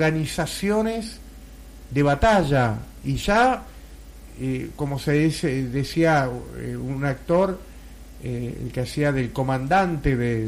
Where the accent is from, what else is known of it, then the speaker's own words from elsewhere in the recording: Argentina; nos divide como argentinos.